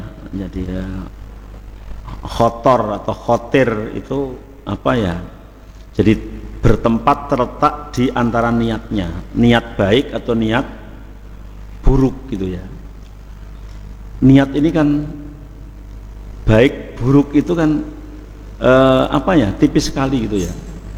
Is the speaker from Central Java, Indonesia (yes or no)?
yes; Semarang, Central Java, Indonesia; Saya dari Semarang alhamdulillah bisa sampai sini